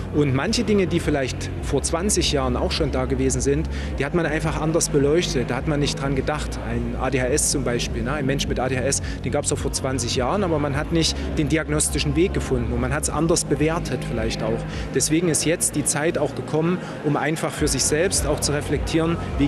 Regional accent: Schwarzenberg, Saxony, Germany; ich stamme aus Schwarzenberg, aus dem Erzgebirge, und ich bin selbst Psychologe, habe in Chemnitz studiert

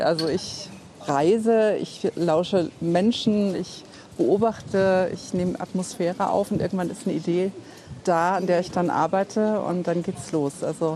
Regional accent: Meißen, Saxony, Germany; moved away; Also Meißen ist halt Heimat, ne?

